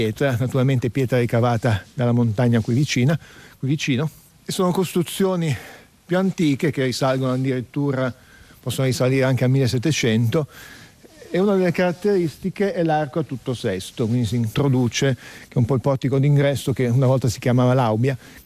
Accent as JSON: {"language": "Italian", "town": "San Daniele del Friuli", "region": "Friuli-Venezia Giulia", "country": "Italy", "said": "non è il mio friulano, io vengo da San Daniele"}